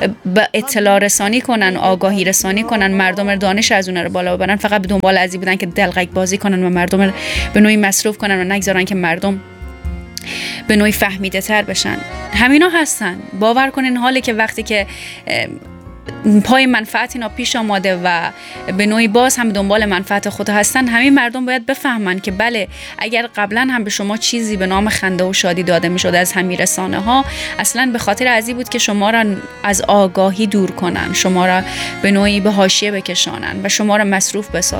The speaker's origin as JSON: {"language": "Persian", "region": "Herat", "country": "Afghanistan", "said": "چقدر اخبار تلخ از هرات داریم و متاسفانه من خودم هم هراتی هستم."}